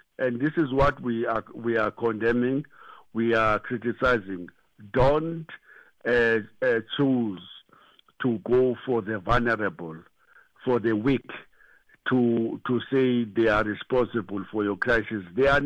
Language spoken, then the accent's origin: English; South Africa